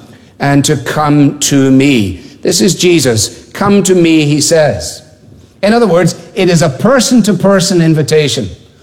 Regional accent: Scotland, United Kingdom; and in making the call as a Scotsman, it seemed to me only sensible to ask for

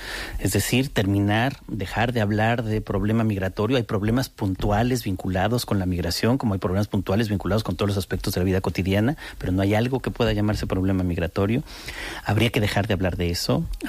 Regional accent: Spain; also born or lived in United States; Bueno, soy también español y no siempre me he sentido en uh-huh. España, tengo que decirlo, absolutamente acogido

